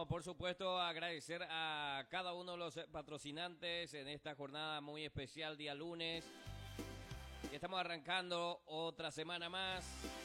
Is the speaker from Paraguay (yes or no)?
yes; Paraguay; Esa esencia como paraguayo, llevando en alto lo que es nuestra cultura popular